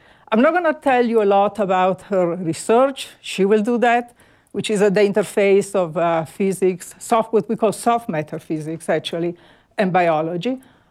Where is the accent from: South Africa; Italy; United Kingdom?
Italy; English is a second language; moved away as an adult; now in United States; As I'm sure you can tell, I grew up in Italy.